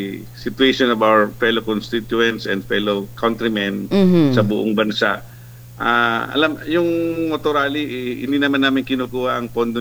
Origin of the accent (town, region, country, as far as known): San Jose, Bicol Region, Philippines